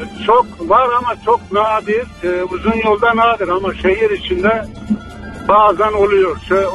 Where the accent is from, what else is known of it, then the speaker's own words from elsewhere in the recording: Kırıkkale, Turkey; Ben Kırıkkale'liyim Ata Bey.